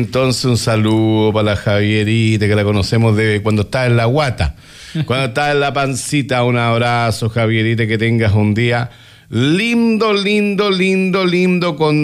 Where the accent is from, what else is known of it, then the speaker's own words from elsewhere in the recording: Traiguén, Araucanía, Chile; now in Angol, Chile; yo soy de Traiguén